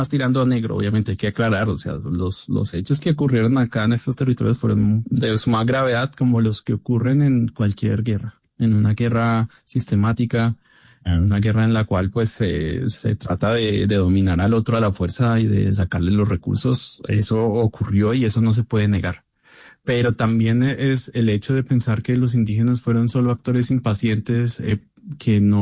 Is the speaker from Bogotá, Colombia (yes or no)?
yes; Bogotá, Colombia; yo pues soy bogotano y caminaba por las calles y siempre me preguntaba cómo había sido este territorio hace 600 años.